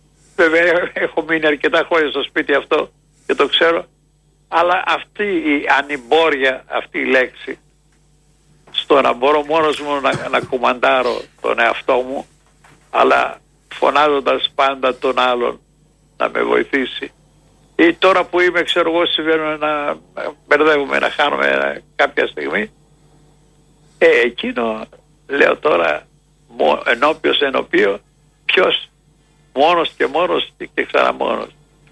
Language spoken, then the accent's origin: Greek; Athens, Attica, Greece; now in Kavala, Greece; Γιατί το σπίτι μου, η οικογένειά μου, η δική μου είναι στην Αθήνα. Είμαι Αθηναίος. Εκεί νιώθω την Αθήνα, την νιώθω σπίτι μου κτλ.